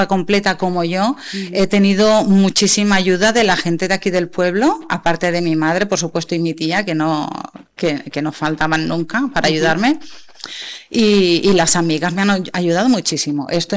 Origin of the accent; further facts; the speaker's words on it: Barcelona, Catalonia, Spain; moved away; porque yo vine de Barcelona, y entonces, claro, encontrar trabajo aquí tampoco no fue una cosa fácil